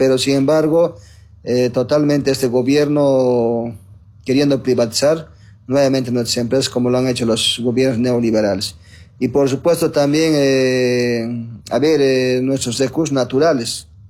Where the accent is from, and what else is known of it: Bolivia